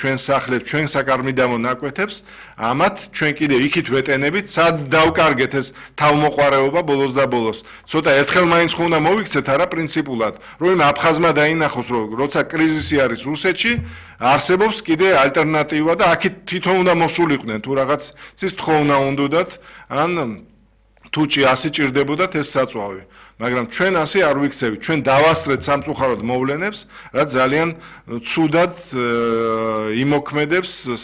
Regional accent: Samegrelo-Zemo Svaneti, Georgia; მეგრელი ვარ მე საქართველოს.

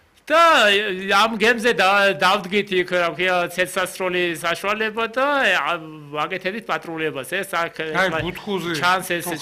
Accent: Western Georgia, Georgia; მე ხშირად ჩავდიოდი სპეციალურად იმიტომ რომ მე თვითონ დასავლეთიდან ვარ

